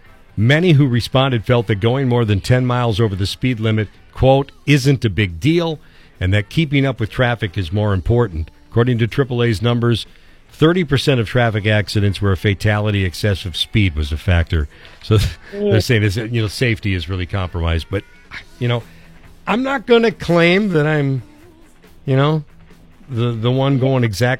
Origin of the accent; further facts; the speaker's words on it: Minneapolis, Minnesota, United States; now in Duluth, United States; I'm from the Twin Cities. And it's funny, when I hear people, now I've lived here for 30 years now